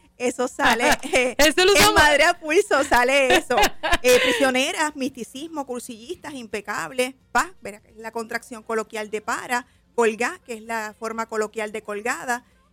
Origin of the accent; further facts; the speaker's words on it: Mayagüez, Puerto Rico; now in Cupey, Puerto Rico; Yo soy de Mayagüez.